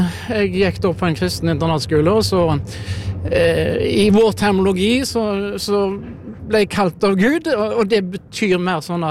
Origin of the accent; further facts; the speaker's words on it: Kvinnherad, Vestland, Norway; now in Klepp, Norway; Jeg bor på Klepp på Jæren, og så vokste jeg opp i Kvinnherra i Sunnhordland.